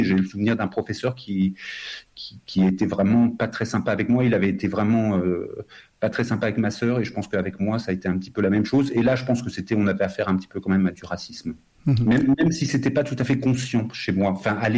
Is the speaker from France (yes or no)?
yes; Fontainebleau, Île-de-France, France; born there; now in Ariège, France